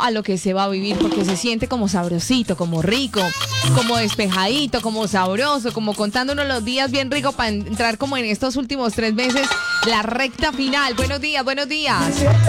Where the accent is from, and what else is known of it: Colombia